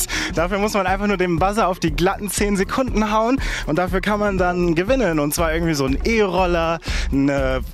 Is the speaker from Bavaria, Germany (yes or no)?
no; Bremen, Germany; Ich als Bremer, ich habe davon natürlich schon gehört